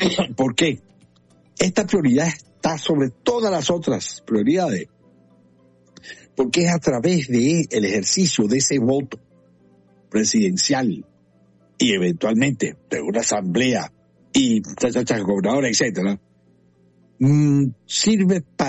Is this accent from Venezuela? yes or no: yes; Venezuela; uno como venezolano